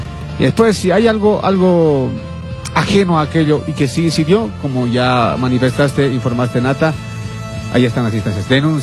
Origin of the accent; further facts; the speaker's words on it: Bolivia; Somos Bolivia.